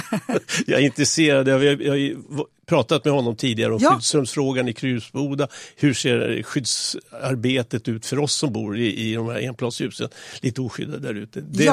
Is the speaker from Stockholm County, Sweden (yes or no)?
yes; Stockholm, Stockholm County, Sweden; now in Tyresö, Sweden; jag är fjärde generationen stockholmare, så att jag har en lång lista med förfäder här där alla har varit smeder.